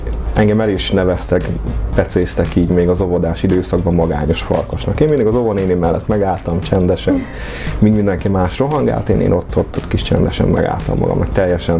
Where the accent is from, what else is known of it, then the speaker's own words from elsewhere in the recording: Mikepércs, Hajdú-Bihar, Hungary; also born or lived in Debrecen; Én Debrecenben születtem, és egy éves koromban költöztünk ki Mikepécsre, és azóta is ott élek, ennek már most már 35-6 éve.